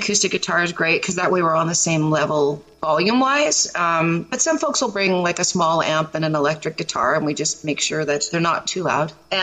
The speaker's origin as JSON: {"language": "English", "town": "Saskatoon", "region": "Saskatchewan", "country": "Canada", "tie": "born or raised there", "also_born_or_lived": "Ottawa / Toronto", "lives_now": "Niagara, Canada"}